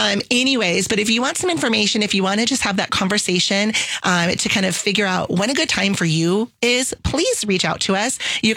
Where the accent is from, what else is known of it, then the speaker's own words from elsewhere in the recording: Peoria, Arizona, United States; I'm a Peoria girl through and through. So we were born and raised in South Peoria. We live in North Peoria.